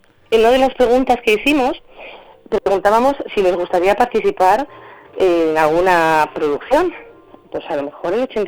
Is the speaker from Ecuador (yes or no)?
no; Zamora, Castile and León, Spain; Por un lado, como zamorana, tener la posibilidad de tener un festival en mi casa, en mi tierra, en mi ciudad, como Little Opera